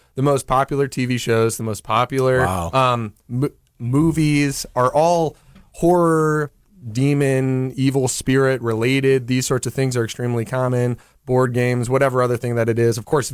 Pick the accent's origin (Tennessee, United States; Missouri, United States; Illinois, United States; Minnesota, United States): Missouri, United States; St. Louis; And I'm from St. Louis, Missouri, and I'm from North County, and there's a little bit of street cred there.